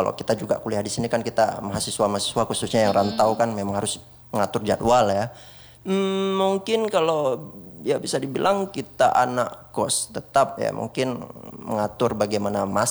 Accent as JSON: {"language": "Indonesian", "country": "Indonesia", "moved": "as an adult", "lives_now": "Melbourne, Australia"}